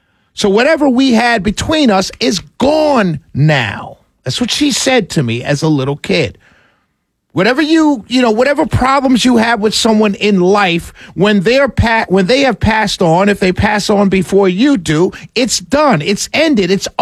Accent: New York, United States; the way I grew up on Convent Avenue in Harlem, New York, on 149th Street and Convent Avenue.

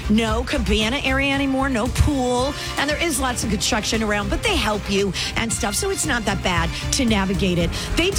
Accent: Cleveland, Ohio, United States; born there; now in Jacksonville, United States; my hometown team, the Cleveland Browns

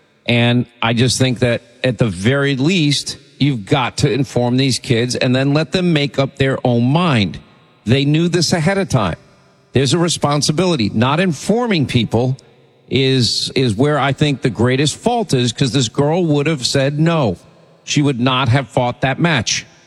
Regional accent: Philadelphia, Pennsylvania, United States; accent: New York; I grew up in Philly, but I talk like a New Yorker.

